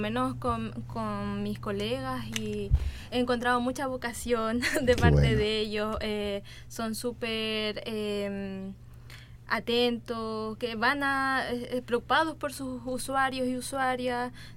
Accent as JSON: {"language": "Spanish", "town": "Los Lagos", "region": "Los Ríos", "country": "Chile", "said": "soy de aquí de Los Lagos"}